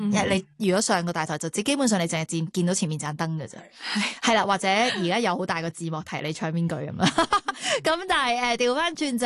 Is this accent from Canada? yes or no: yes; Canada; now in Hong Kong; 其实我细个喺加拿大嘅时候系歌唱比赛出身啦，然之后已经喺本地嘅一啲电视台做主持。